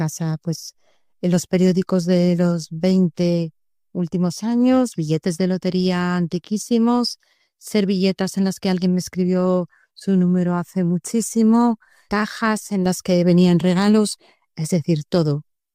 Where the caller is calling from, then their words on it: La Fresneda, Spain; de la Fresneda, tengo 42 años